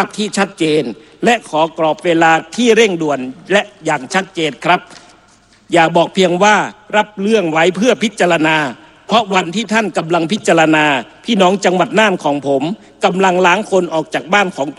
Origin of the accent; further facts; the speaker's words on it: Nan Province, Nan, Thailand; แม้ว่าผมจะเป็นส.ส.คนจังหวัดน่านเขต2แต่เหนือสิ่งอื่นใดผมเป็นคนจังหวัดน่าน